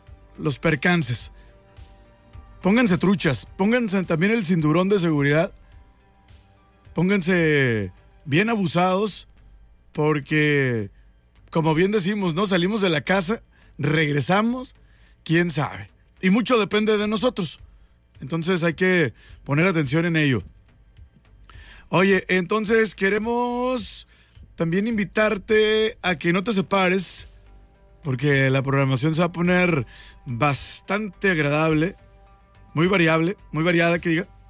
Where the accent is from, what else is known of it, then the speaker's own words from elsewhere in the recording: Ensenada, Baja California, Mexico; de los que somos de Ensenada.